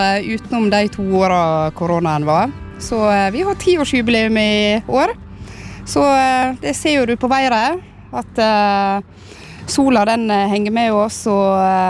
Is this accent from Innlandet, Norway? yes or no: no; Måløy, Vestland, Norway; Det er klart vi er fra Måløy.